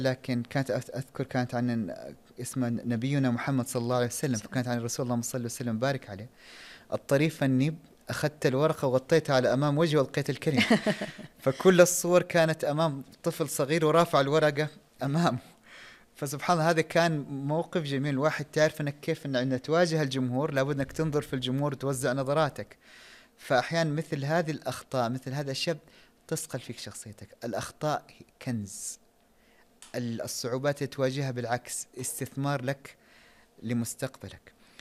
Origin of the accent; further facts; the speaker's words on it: Saudi Arabia; فالأصل والأساس هو لغتنا وثقافتنا وقيمنا كسعوديين